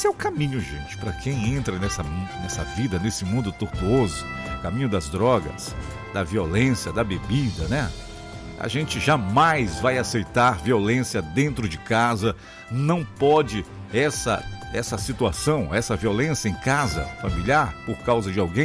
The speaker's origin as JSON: {"language": "Portuguese", "town": "Alenquer", "region": "Pará", "country": "Brazil", "tie": "born or raised there", "said": "na minha terrinha, na cidade de Alenquer."}